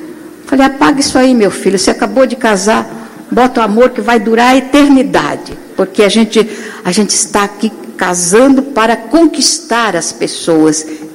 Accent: Mato Grosso, Brazil; born or raised there

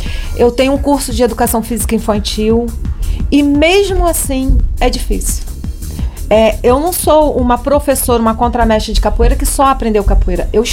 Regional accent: Rio Bonito, Rio de Janeiro, Brazil; now in Cabo Frio, Brazil; Eu sou de Rio Bonito, treinei com o Mestre Carcará durante muito tempo, vim morar em Cabo Frio

